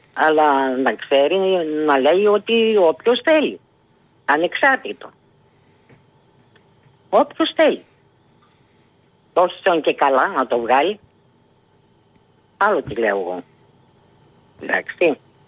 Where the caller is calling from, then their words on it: Thessaloniki, Central Macedonia, Greece; Εγώ κατάγομαι από τη Θεσσαλονίκη, από τη Βόρεια Ελλάδα.